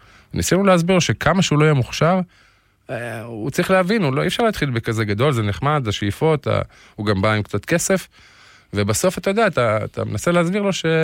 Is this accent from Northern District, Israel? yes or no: yes; Afula, Northern District, Israel; born there; now in Krayot, Israel; אני נולדתי באפולה, היום אני מתגורר בקריות, בצפון כמובן